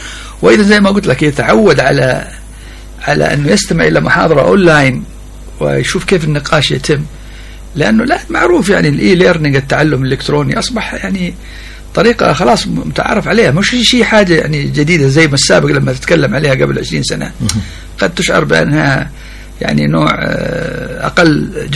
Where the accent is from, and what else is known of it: Yemen